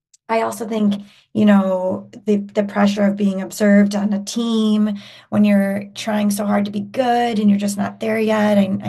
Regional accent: Chicago, Illinois, United States; now in Los Angeles, United States; I grew up in Chicagoland having access to, I used to live by La Pasadita.

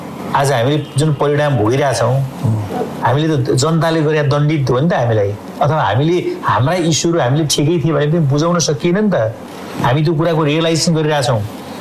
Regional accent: Bagmati, Nepal; moved away; म रामेछापको मान्छे हो, मैले धेरै टेलिभिजनमा भनेको पनि छु, मेरो गाउँमा बाटो थिएन, दोलाल घाटमा आएर 2 दिन हिँडेर गाडी चढ्या हो, आज मेरो दैलासम्म पिच बाटो पुग्छ

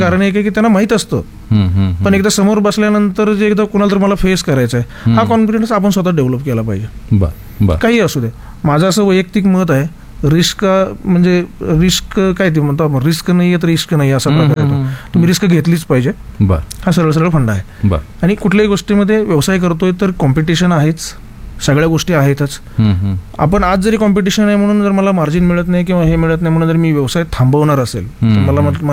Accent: Pune, Maharashtra, India

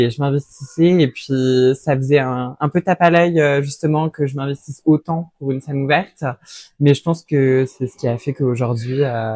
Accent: Normandy, France; moved away as an adult; now in Paris, France

